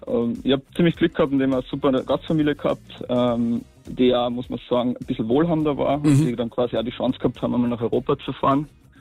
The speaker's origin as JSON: {"language": "German", "region": "Carinthia", "country": "Austria", "said": "Ja. Ich bin ein Kärntner, ja."}